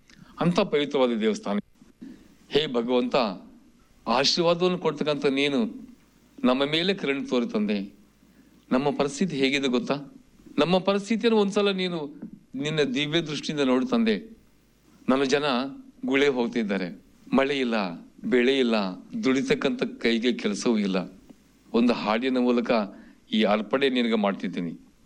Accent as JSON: {"language": "Kannada", "region": "Karnataka", "country": "India", "said": "ಈಗ ನಮ್ಮ ಗ್ರಾಮದಲ್ಲಿ ಈಗಿನ ಡಿ ರಾಮ್ಪುರ ಅಥವಾ ಡೊಂಗರಾಮ್ಪುರ"}